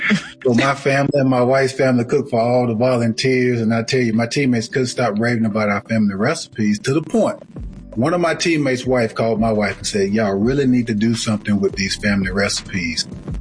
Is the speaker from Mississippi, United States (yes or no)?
yes; Aberdeen, Mississippi, United States; I used to throw football camps for the kids in my hometown of Aberdeen, Mississippi.